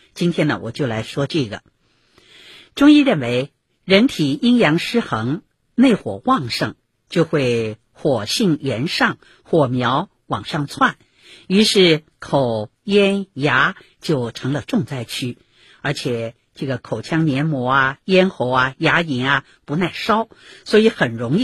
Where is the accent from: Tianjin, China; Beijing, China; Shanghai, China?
Shanghai, China; 我们上海人常说火气大啊